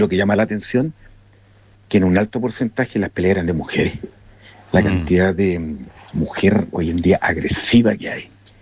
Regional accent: Chile; se acabó la chilenidad, porque tú eres chileno, yo soy chileno

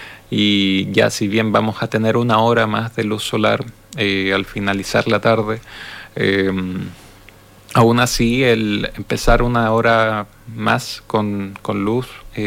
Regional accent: Chile; para nosotros como chilenos

